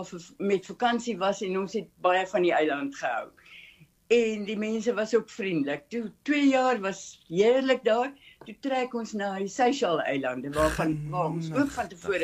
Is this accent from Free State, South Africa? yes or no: yes; Bloemfontein, Free State, South Africa; born there; moved away; also born or lived in Port Elizabeth, South Africa / Cape Town, South Africa / Mauritius; Ek is gebore in die Baai.